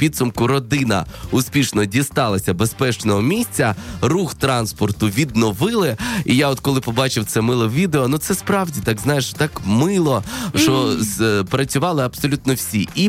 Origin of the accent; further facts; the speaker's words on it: Zaporizhzhia, Zaporizhzhia Oblast, Ukraine; І от стався в Запоріжжі, в моєму рідному місті, доволі милий затор.